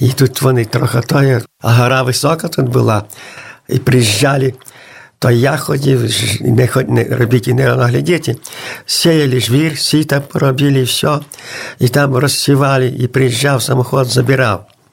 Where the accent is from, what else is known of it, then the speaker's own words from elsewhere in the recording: Zubowo, Podlaskie Voivodeship, Poland; І з Масєва були тут така, я була з Зубова, от Бориска, замужем є в Масєві.